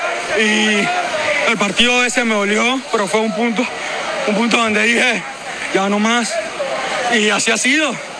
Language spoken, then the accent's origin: Spanish; Panama; yo soy de Panamá.